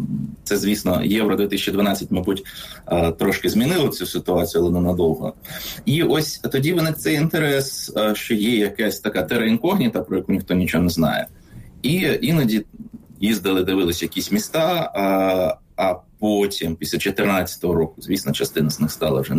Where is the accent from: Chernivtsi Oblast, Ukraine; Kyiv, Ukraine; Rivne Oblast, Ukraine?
Kyiv, Ukraine; Я з Києва.